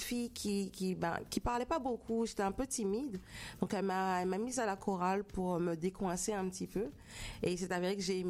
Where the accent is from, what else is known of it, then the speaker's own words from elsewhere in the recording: Guadeloupe, France; Ben parce que, en fait, moi, ben, je viens de la Caraïbe. Et forcément, quand tu dis que tu viens de la Caraïbe et que tu as envie de faire de la musique, surtout quand tu as grandi en Guadeloupe